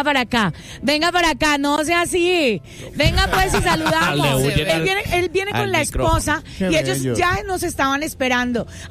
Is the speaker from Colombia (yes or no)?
yes; Colombia; Ese corazón bonito es lo que nos identifica a nosotros como colombianos.